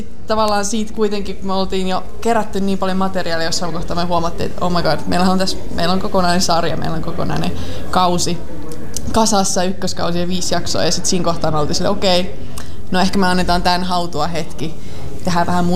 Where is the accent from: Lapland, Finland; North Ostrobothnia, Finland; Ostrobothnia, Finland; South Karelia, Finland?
Lapland, Finland; Ivalo; Mä olin kotipuolessa täällä Ivalossa